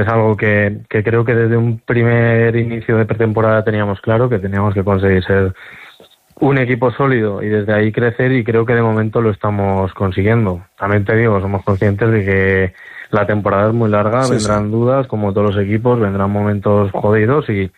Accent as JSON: {"language": "Spanish", "town": "Ágreda", "region": "Castile and León", "country": "Spain", "tie": "born or raised there", "said": "he estado muy muy arraigado a Soria, he estado muy arraigado a mi pueblo, a Agre, a mis amigos, a mi familia"}